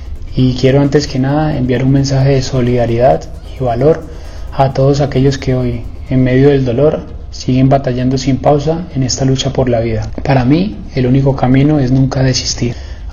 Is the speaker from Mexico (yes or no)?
no; Colombia; somos colombianos, somos resilientes y somos berracos